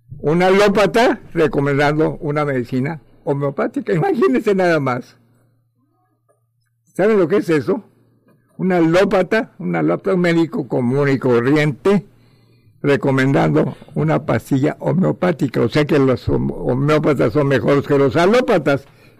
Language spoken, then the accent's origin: Spanish; Mexico; now in Cancún, Mexico; soy más mexicano que los meros chiles de nogada.